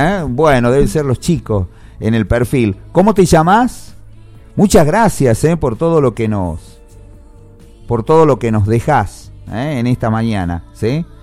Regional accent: Argentina; hay que seguir creyendo en todos los que realmente somos argentinos

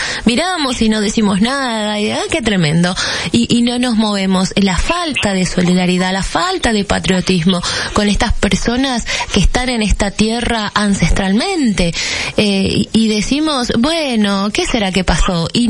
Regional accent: Argentina; esta problemática que estamos transitando como argentinos

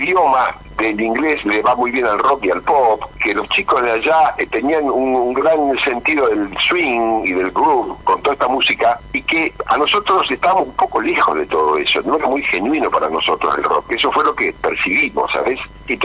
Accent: Mercedes, Buenos Aires Province, Argentina; Bueno, así como mi apellido lo hice, en Mercedes. Mirá. Por eso es que … Soy de Mercedes, de la provincia de Buenos Aires.

